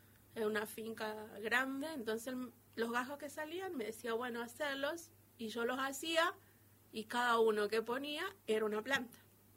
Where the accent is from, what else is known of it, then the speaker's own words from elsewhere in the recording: Cachi, Salta, Argentina; moved away as an adult; now in Salta, Argentina; Me crié cosechando poroto, pimiento, todo lo que es del valle, el campo